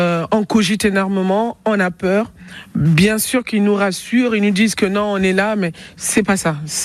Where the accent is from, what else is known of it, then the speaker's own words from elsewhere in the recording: Nouvelle-Aquitaine, France; Alors, on est de Saint-Médard-Issac.